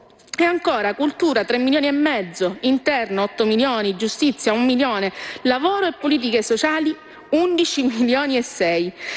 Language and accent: Italian; Sicily, Italy; mi consente un passaggio sulla mia terra, sulla Sicilia